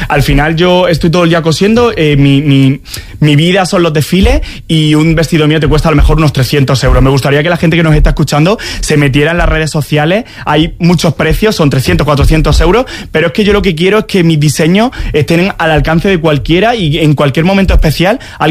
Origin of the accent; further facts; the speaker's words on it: Córdoba, Andalusia, Spain; voy a inspirarme en una colección en Córdoba. Quiero llevar mi tierra por bandera, Julio Romero de Torres, la Amapola, Ola, de mi Valle de los Pedroches, los patios de Córdoba